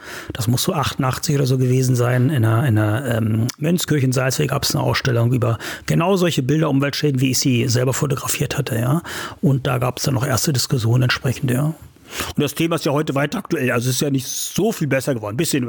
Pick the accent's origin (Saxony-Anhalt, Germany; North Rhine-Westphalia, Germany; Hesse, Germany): Saxony-Anhalt, Germany; Wieblitz; born or raised there